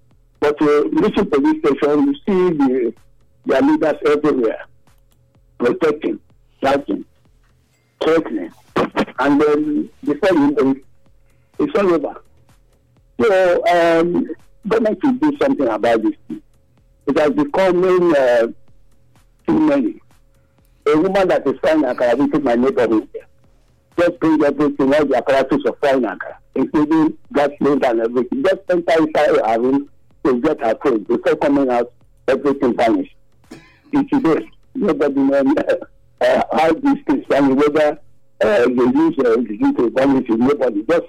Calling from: Nigeria; So I'm calling from Ogbeso community.

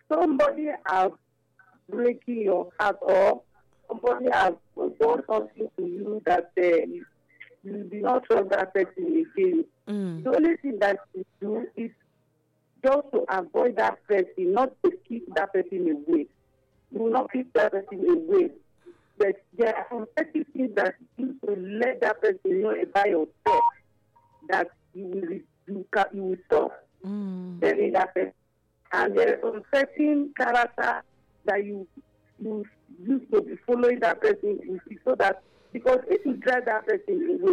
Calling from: Dubai, United Arab Emirates; I'm from Dubai, Lucky Way.

